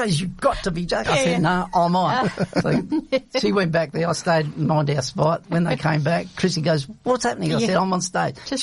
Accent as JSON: {"language": "English", "town": "Adelaide", "region": "South Australia", "country": "Australia", "said": "listen, mate, I'm from Adelaide. I'm in a band."}